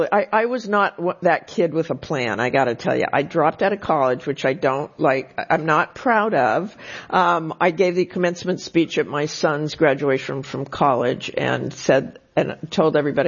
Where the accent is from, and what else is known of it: Salt Lake City, Utah, United States; born or raised there; moved away as an adult; also born or lived in Boston